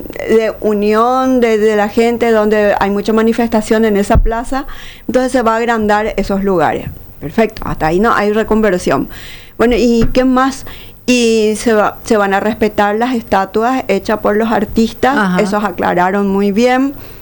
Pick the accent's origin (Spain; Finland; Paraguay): Paraguay; ahí está nuestro nacimiento como paraguayos